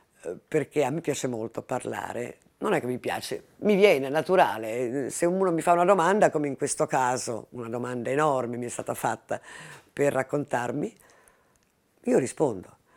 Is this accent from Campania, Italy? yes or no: no; Genoa, Liguria, Italy; moved away; essendo genovese